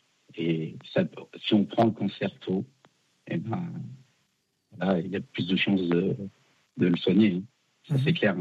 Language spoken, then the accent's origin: French; Lyon, Auvergne-Rhône-Alpes, France; Oui, donc c'est ce que je te disais. Donc je viens de Lyon.